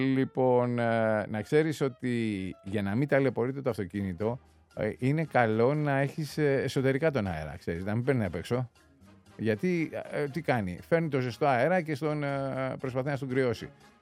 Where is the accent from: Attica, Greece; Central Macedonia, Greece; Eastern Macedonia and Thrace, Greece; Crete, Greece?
Attica, Greece; Piraeus; born or raised there